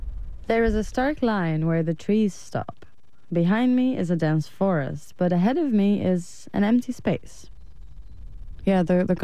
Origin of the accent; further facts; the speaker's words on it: Poland; English is a second language; a journalist born and raised in Poland